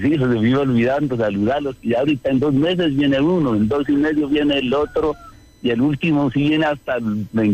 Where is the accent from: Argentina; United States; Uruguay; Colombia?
Colombia; Boyacá; somos conocidos en el acento que hablamos y todo, mejor dicho, es una bendición ser boyacenses